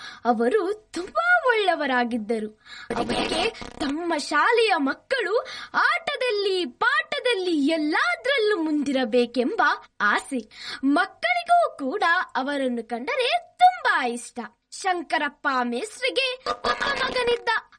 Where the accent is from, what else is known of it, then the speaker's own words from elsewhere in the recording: Moodbidri, Karnataka, India; ನಾನು ಮೂಡಬಿದ್ರೆಯಿಂದ ಬಂದಿದ್ದೇನೆ.